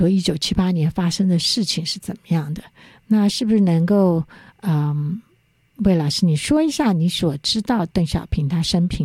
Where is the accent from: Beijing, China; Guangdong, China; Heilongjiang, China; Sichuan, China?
Sichuan, China; 因为我是四川人